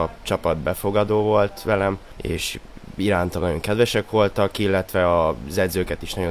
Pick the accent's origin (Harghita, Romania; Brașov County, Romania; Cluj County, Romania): Cluj County, Romania; Cluj-Napoca; now in Győr, Hungary; Én Kolozsvárról jöttem, Erdélyből.